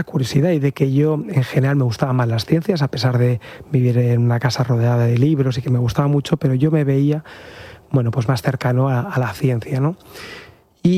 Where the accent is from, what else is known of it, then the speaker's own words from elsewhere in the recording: Madrid, Community of Madrid, Spain; Pues sí, nosotros, yo nací en Madrid, mi familia, desde que nacimos mi hermano y yo, vivimos en Madrid. Lo que pasa es que vivíamos a las afueras, en una urbanización